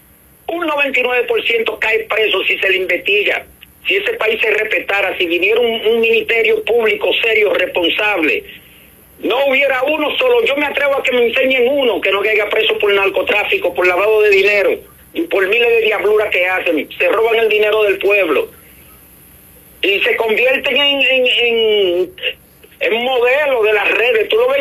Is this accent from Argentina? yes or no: no; Dominican Republic; él no me representa a mí como dominicano